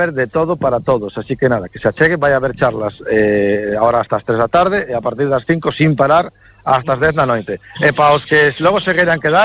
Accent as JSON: {"language": "Galician", "town": "Bañobre", "region": "Galicia", "country": "Spain", "tie": "born or raised there", "said": "eu digo polo meu pueblo, ¿no? Bañobre, quer dizer, non somos nin concello, temos unha verbena, ¿no?"}